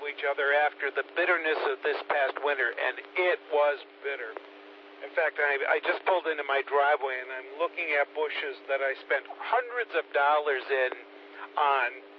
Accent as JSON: {"language": "English", "town": "Scranton", "region": "Pennsylvania", "country": "United States", "tie": "born or raised there", "said": "I grew up in Scranton."}